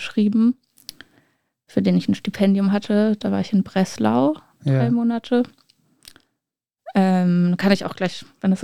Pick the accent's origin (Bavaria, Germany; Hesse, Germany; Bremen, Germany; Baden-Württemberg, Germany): Baden-Württemberg, Germany; Freiburg; also born or lived in Berlin; now in Leipzig, Germany; ich bin im Schwarzwald aufgewachsen, auch nicht die ganze Zeit in Freiburg, auch bis ich 15 war, waren wir auf dem Dorf in der Nähe von Freiburg.